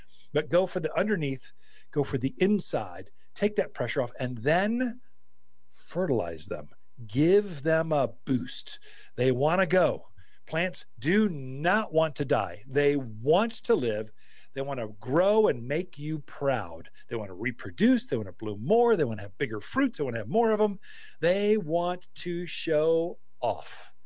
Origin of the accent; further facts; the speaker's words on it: United States; I am so American. Please forgive me.